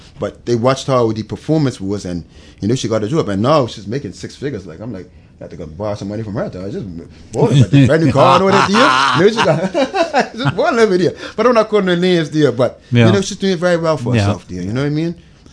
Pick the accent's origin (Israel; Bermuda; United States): Bermuda